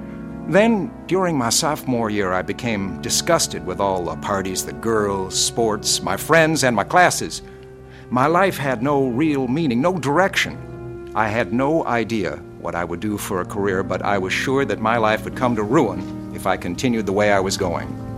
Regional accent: Pleasantville, New Jersey, United States; I grew up in Pleasantville, New Jersey, which is only 6 miles from Atlantic City.

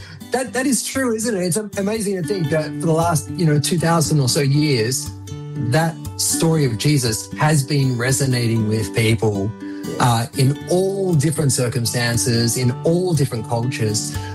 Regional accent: Australia; as an Aussie

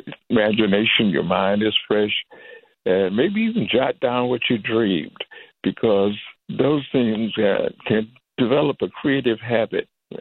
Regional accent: Detroit, Michigan, United States; growing up in Motown

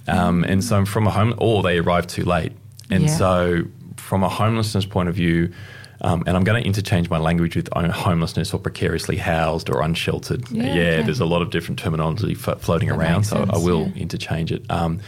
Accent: Blue Mountains, New South Wales, Australia; So I grew up in the Blue Mountains for a period as well

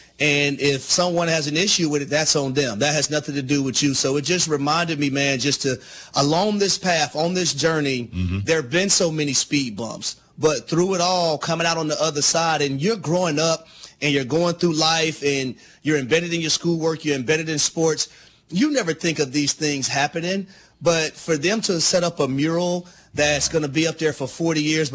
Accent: Jonesboro, Georgia, United States; we grew up in Jonesboro, Georgia, in Clayton County

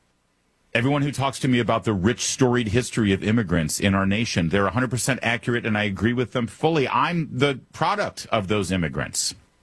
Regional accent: Michigan, United States; I am from Michigan, and I do root for the Michigan Wolverines.

